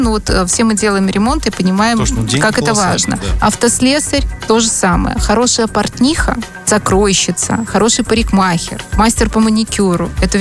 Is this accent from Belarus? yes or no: yes; Belarus